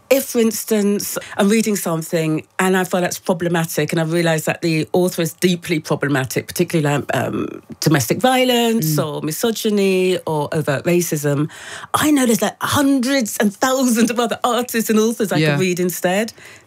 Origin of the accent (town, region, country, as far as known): Brighton, South East England, United Kingdom; born there; accent: English